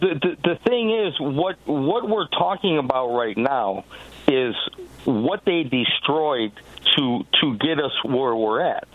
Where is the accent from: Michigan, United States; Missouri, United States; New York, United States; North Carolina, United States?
Michigan, United States; Detroit; I grew up in Detroit in the 60s and in the 70s.